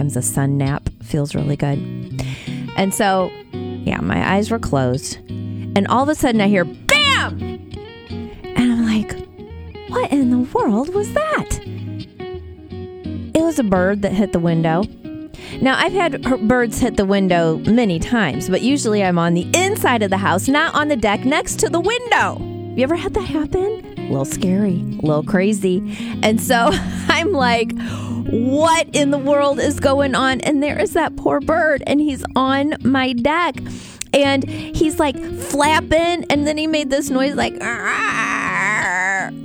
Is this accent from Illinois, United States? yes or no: yes; Metamora, Illinois, United States; now in East Peoria, United States; So, hubby and I are both from the area. I grew up in Metamora. He grew up in Pekin. We raised our kids in Dunlap.